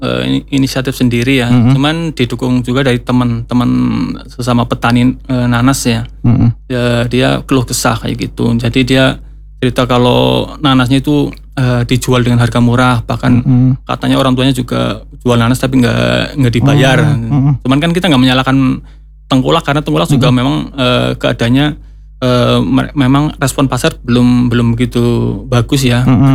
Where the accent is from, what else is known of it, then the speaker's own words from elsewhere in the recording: Central Java, Indonesia; di desa kami, di desa Siwarak ya